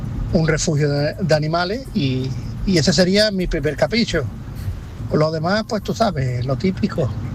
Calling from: Algeciras, Andalusia, Spain; de Algeciras.

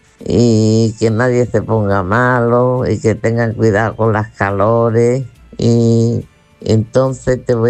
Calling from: Churriana, Andalusia, Spain; Hola, Manolo Gordo, hola … de Churriana, Málaga.

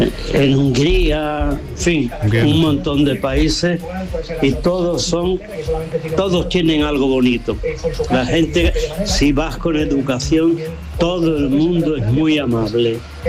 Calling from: Málaga, Andalusia, Spain; de Málaga.

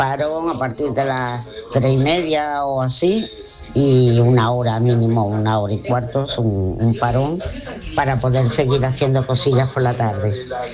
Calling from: Torremolinos, Andalusia, Spain; de Torremolinos.

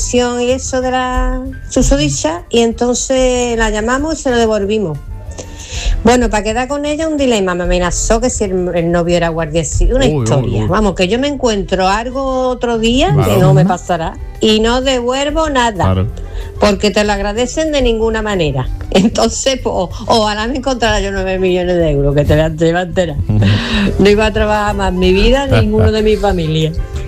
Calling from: Seville, Andalusia, Spain; Buenos días … de Sevilla.

